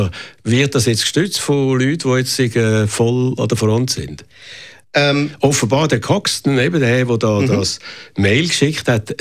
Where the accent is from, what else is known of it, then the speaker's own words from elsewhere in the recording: Switzerland; Reden wir doch dann über die Situation bei uns in der Schweiz, was wir haben, was wir machen, was wir nicht machen.